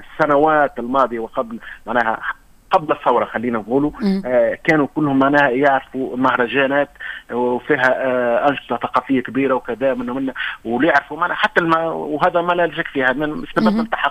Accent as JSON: {"language": "Arabic", "country": "Tunisia"}